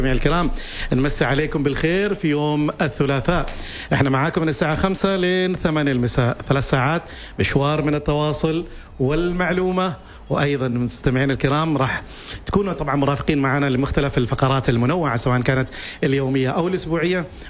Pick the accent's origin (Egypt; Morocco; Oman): Oman; احنا كعمانيين ايضا من دول الخليج وايضا من الدول العربيه طبعاً.